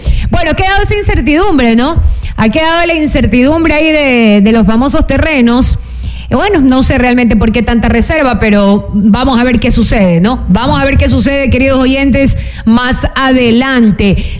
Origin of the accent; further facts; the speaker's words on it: La Libertad, Santa Elena, Ecuador; yo soy una ciudadana del Cantón La Libertad